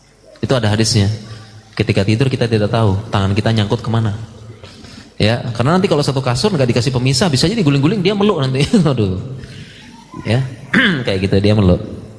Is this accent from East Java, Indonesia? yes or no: no; Sumbawa Island, West Nusa Tenggara, Indonesia; masa kecil saya dulu di Pulau Sumbawa ya.